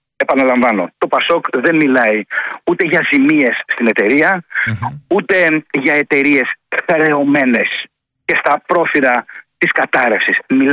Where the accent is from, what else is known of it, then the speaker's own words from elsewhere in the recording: Ionian Islands, Greece; Σας μιλήσω για την ιδιαίτερη πατρίδα μου, την Κεφαλονιά και την Ιθάκη.